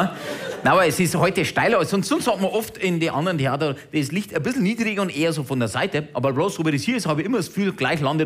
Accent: Deggendorf, Bavaria, Germany; Bin am Vortag im Landratsamt Deckendorf in meinem Heimatlandkreis eingebürgert worden.

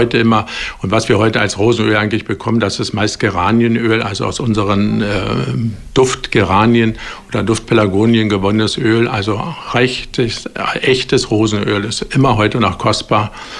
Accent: Berlin, Germany; moved away as an adult; now in Braunschweig, Germany; ich bin gebürtiger Berliner, bin also in Berlin geboren, bin dort aufgewachsen, habe auch meine Gärtnerlehre dort in Berlin schon abgeschlossen.

